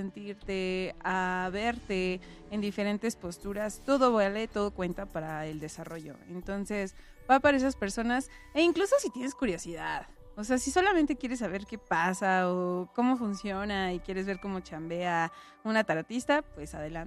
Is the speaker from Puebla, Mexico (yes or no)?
yes; Puebla, Mexico; soy hija de San Manuel.